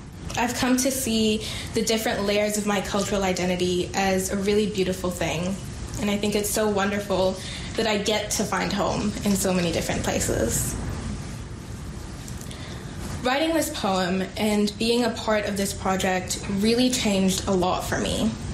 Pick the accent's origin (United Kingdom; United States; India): India; moved away; also born or lived in Malawi / Bangladesh; I'm originally from India, but I've lived all over the world, first in Malawi, then in Bangladesh, and now here.